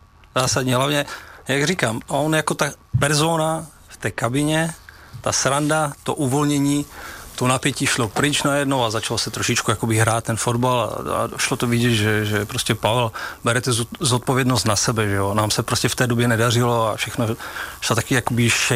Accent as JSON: {"language": "Czech", "region": "Prague", "country": "Czechia", "said": "Já jsem Pražák, jo."}